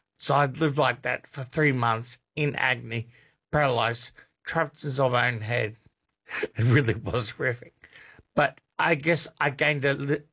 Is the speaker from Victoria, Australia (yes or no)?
yes; Victoria, Australia; Like I said, I grew up in Southern Victoria, and I'm talking like when I was like 3 or 4.